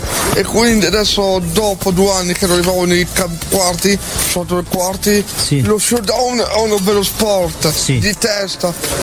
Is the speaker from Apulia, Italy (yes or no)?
no; Lodi, Lombardy, Italy; Sono di Lodi